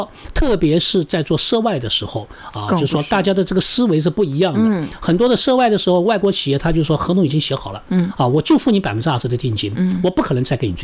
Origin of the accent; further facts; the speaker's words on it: China